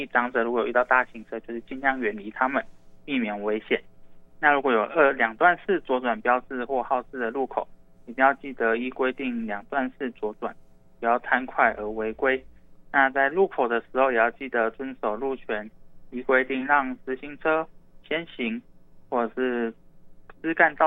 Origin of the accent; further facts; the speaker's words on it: Chiayi, Taiwan; moved away; 因为在我的老家嘉义那边，其实很多长者都没有在戴安全帽。